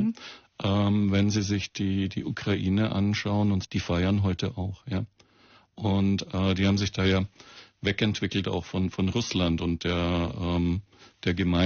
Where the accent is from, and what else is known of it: Southern Germany, Germany